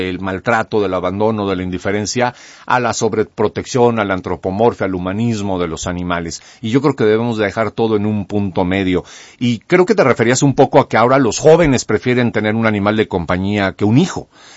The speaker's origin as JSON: {"language": "Spanish", "country": "Mexico"}